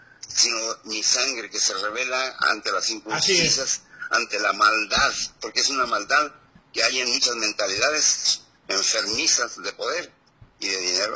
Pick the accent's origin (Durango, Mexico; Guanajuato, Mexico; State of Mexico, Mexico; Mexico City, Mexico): Guanajuato, Mexico; Valle de Santiago; born or raised there